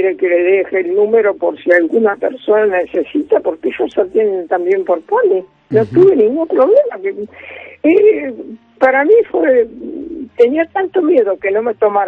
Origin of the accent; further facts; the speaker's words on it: Palermo, Buenos Aires, Argentina; born there; Mire que yo nací en Palermo y conozco varios sanatorios y clínicas y todo lo que usted quiera.